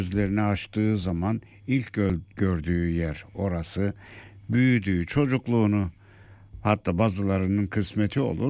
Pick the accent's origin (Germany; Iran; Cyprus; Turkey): Cyprus; born or raised there; now in Australia